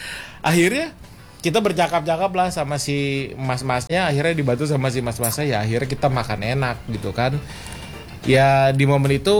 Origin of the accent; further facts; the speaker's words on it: Bogor, West Java, Indonesia; Kita orang Bogor kan dingin pada saat itu.